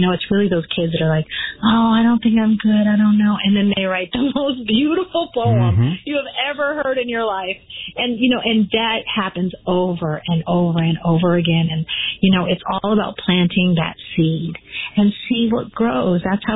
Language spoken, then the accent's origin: English; Las Vegas, Nevada, United States; born or raised there